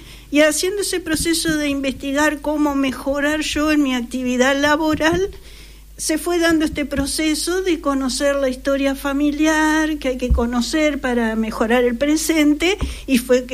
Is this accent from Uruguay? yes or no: yes; Juan Lacaze, Colonia, Uruguay; born there; Yo nací en Juan Lacase.